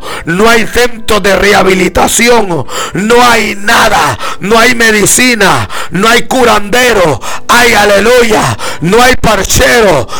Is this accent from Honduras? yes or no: yes; Río Chiquito, Cortés, Honduras; cuando paso por mi pueblo, aleluya, Río Chiquito